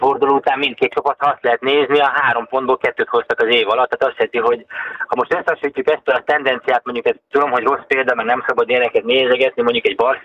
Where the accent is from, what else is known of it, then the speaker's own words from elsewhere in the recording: Zalaegerszeg, Zala, Hungary; moved away as an adult; Ugye ez a Zalaegerszegen születtem.